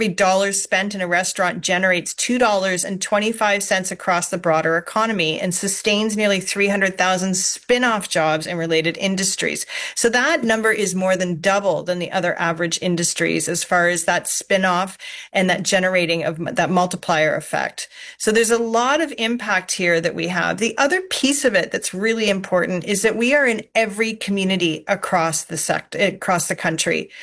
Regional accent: Canada; In everywhere we go as a Canadian living our life, we feel like our costs of living have gone up.

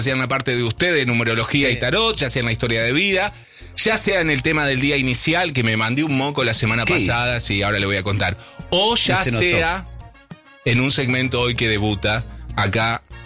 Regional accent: San Martín, Argentina; born there; Bueno, ¿viste? Bueno, soy nacido en San Martín.

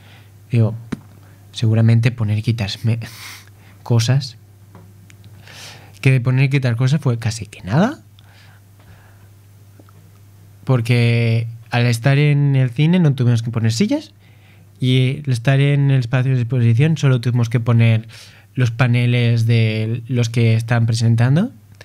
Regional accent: Spain; moved away; yo soy español

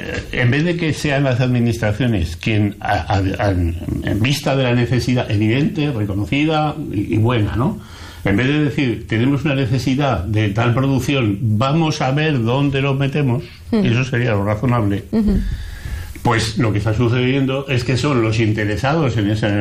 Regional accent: Aragon, Spain; Yo vengo de Aragón, he estado muchos años he vivido muchos años en Aragón

